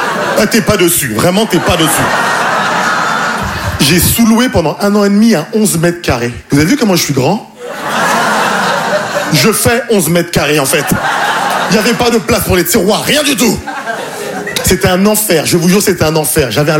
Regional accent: Île-de-France, France; now in Paris, France; j'ai grandi en banlieue parisienne. Aujourd'hui, j'habite à Paris.

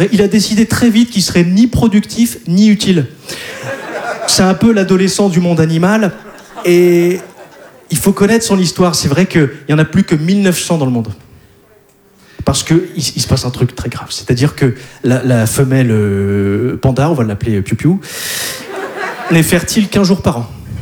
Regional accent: Hauts-de-France, France; Je vous l'ai dit tout à l'heure, je ne sais pas si je vous l'ai dit, mais moi je viens du Nord.

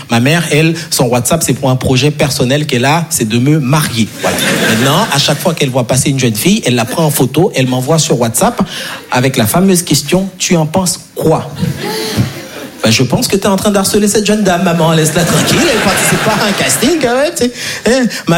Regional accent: Haiti; moved away; Je vais pas vous mentir parce que je suis né et grandi en Haïti. Et en Haïti, on n'a pas les 4 saisons.

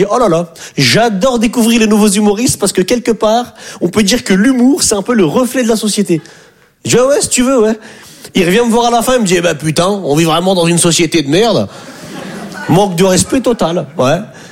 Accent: northern France, France; Moi, je suis un ch'ti, je viens du nord de la France.

